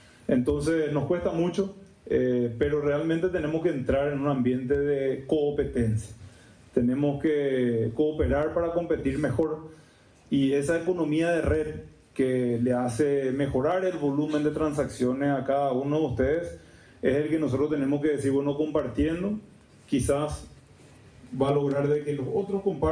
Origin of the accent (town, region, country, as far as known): Paraguay